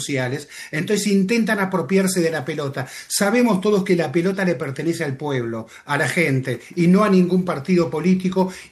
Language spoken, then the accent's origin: Spanish; Argentina